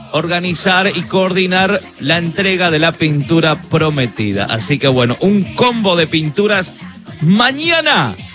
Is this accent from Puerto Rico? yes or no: no; Misiones, Argentina; yo soy de Misiones.